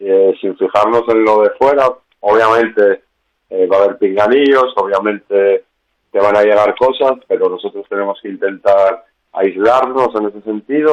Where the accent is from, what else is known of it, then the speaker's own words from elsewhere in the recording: Santander, Cantabria, Spain; yo soy del Racing de Santander, porque bueno, soy de allí.